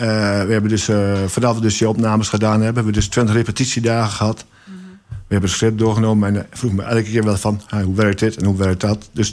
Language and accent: Dutch; Waterland, North Holland, Netherlands; Ik kwam uit Waterland, Noord-Holland